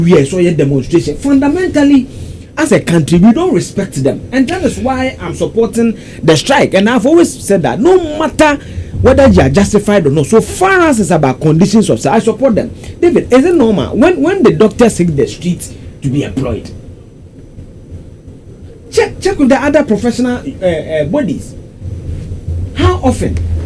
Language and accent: English; Ghana; my hometown, Achimesium